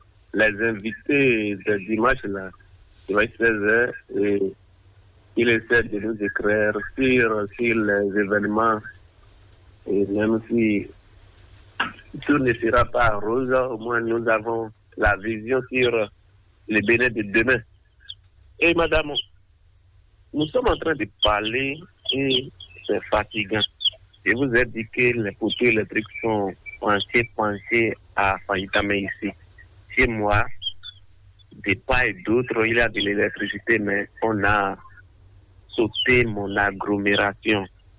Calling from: Benin; je suis à Vrancou.

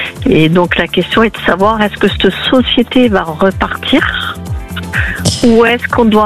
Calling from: Occitanie, France; je vous appelle de Haute-Garonne.

